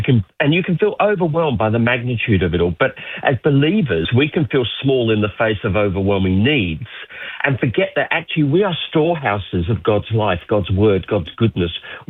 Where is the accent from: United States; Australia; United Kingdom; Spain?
Australia; And we'll say from Australia, and they'll say, thank you so much. When we cross the borders, the guards, where are you from? Australia.